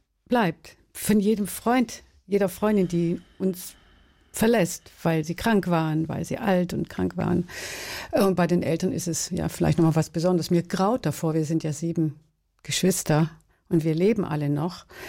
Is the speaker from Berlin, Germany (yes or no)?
no; Baden-Württemberg, Germany; ich komme aus dem Schwarzwald und wir sprachen und sprechen immer noch einen Dialekt, wenn wir zusammen sind